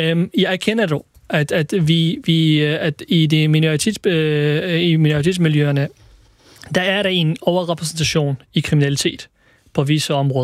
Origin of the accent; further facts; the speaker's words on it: Iraq; now in Denmark; jeg er født og opvokset i Irak, men jeg er dansk i hjertet, og jeg føler mig ikke mindre dansk end alle andre ude i samfundet.